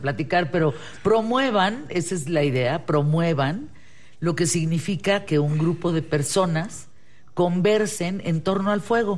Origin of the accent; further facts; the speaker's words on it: Monterrey, Nuevo León, Mexico; yo estoy acá en Monterrey, soy regio.